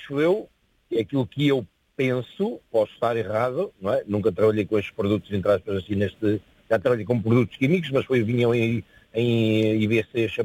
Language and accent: Portuguese; Mundão, Viseu, Portugal; Sou de Viseu.